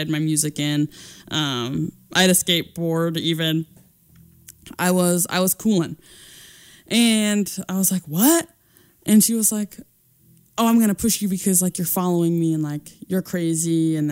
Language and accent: English; California, United States; now in Spokane, United States; I have a summer birthday. I'm from California.